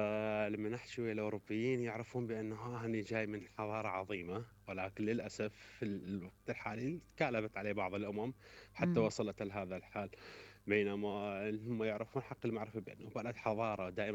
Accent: Iraq; ونحن اكيد ابناء البلد ونموت لاجل العراق.

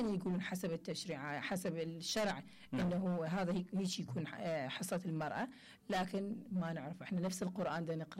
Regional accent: Iraq; إحنا كلنا عراقيين

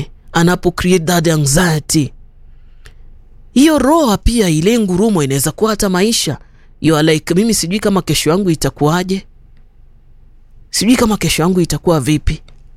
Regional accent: Kenya; now in Nairobi, Kenya; So kule kwetu kwa lugha ya kipokom tunasema ni mbothe.

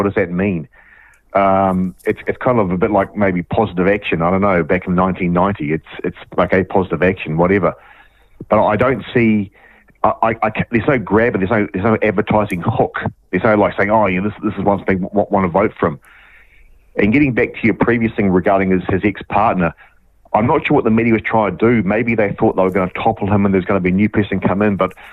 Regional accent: Cambridge, Waikato, New Zealand; now in Auckland, New Zealand; I came from Cambridge, which, like smaller towns, is serviced largely by volunteer fire officers.

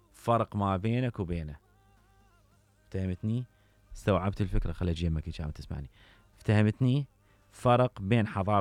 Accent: Iraq; مسؤوليتنا كعراقيين،

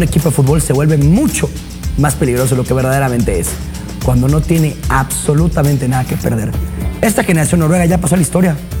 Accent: Mexico; Te voy a hablar como mexicano

